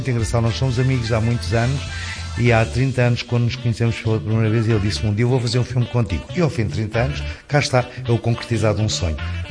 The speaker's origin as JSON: {"language": "Portuguese", "region": "Lisbon", "country": "Portugal", "said": "Eu, como sou lisboeta dos quatro costados"}